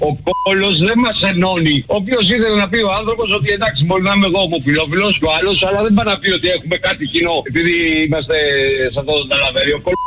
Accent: Northern Greece, Greece; Λοιπόν, είμαι Βορειοελλαδίτης και θα ήθελα να πω κάτι για τους βλάχους πατριώτες μου, τους Βορειοελλαδίτες

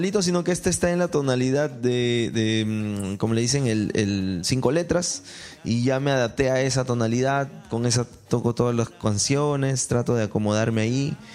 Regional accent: northern Peru, Peru; Como ven norteño, sé hacer mi cevichito, mi arroz con pollo.

